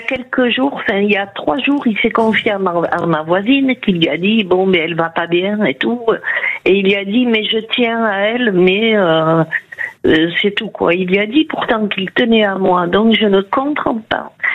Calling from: Nouvelle-Aquitaine, France; Je vous appelle du 64, Nouvelle-Aquitaine.

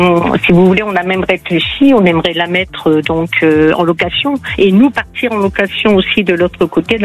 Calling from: Landes, Nouvelle-Aquitaine, France; Des Landes.

